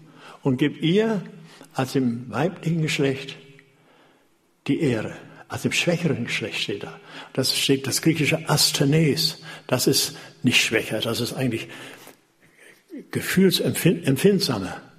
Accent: Falkenberg, Germany; Und ich bin heute noch dankbar, dass wir bei uns in der DDR in unserem Falkenberg wohnten.

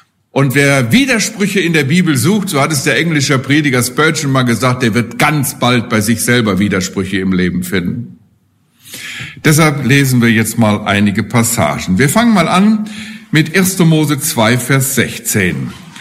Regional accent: Hesse, Germany; Ich komme ja aus der Nähe von Haiger.

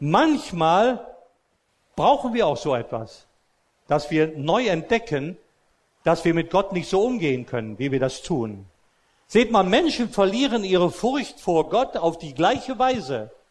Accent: Austria; Ich bin ja in Österreich groß geworden, als römisch-katholischer Christ, ordentlich erzogen

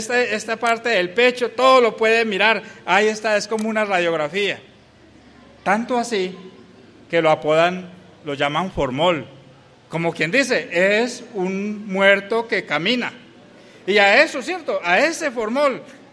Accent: La Virginia, Risaralda, Colombia; moved away; Hay bastantes de nuestros jóvenes allá, en la Virginia, de donde vengo.

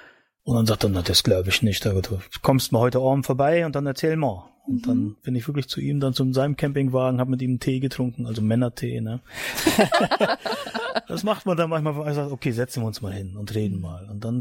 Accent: East Germany, Germany; ich bin ein Ostdeutscher, und da war Glaube nicht so das Thema

